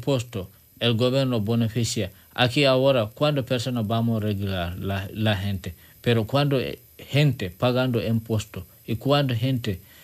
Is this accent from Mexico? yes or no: no; Senegal; Spanish is a second language; now in Spain; Porque yo vengo de Senegal. Ahora estoy en España. Pero para mí, yo me siento aquí como mi país.